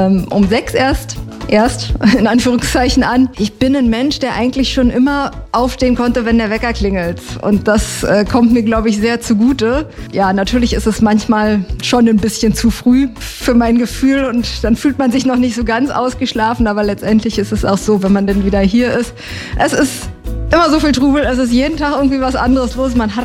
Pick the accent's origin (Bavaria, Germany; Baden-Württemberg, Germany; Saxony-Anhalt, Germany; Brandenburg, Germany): Brandenburg, Germany; Michendorf; moved away as an adult; now in Potsdam, Germany; Also ich bin ja aufgewachsen im Umland von Potsdam, in Michendorf, und habe dann angefangen, hier in Potsdam zu studieren. Und deswegen bin ich halt auch nach Potsdam gezogen.